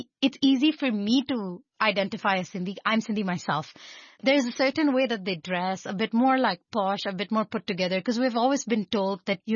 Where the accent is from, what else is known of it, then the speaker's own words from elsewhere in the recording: Jakarta, Indonesia; now in Hong Kong; I have made several like considerations to maybe go back to Jakarta. But Jakarta in general is more like very, very slow paced.